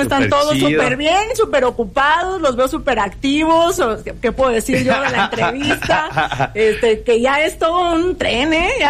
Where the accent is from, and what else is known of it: Apatzingán, Michoacán, Mexico